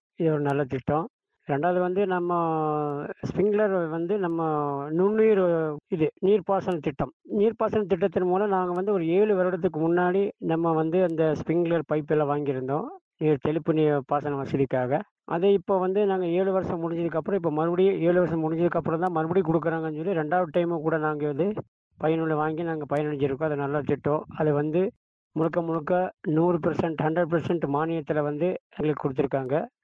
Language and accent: Tamil; Appukodu, Tamil Nadu, India; நான் அப்புக்கோடு கிராமத்தைச் சேர்ந்தவன், நீலகிரி மாவட்டம்.